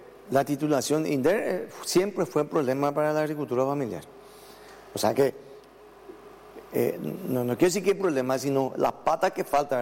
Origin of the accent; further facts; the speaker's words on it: San Pedro, Paraguay; Yo voy a hablar con propiedad porque provengo del departamento de San Pedro.